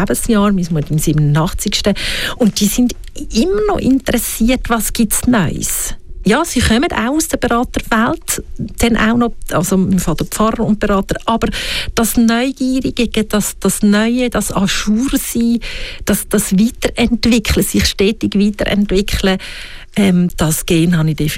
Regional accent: Switzerland

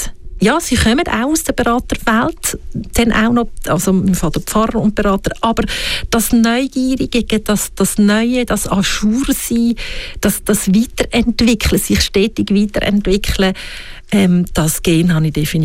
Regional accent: Switzerland

